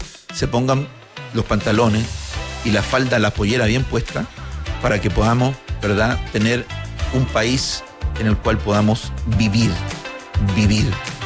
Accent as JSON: {"language": "Spanish", "country": "Chile", "said": "soy chileno"}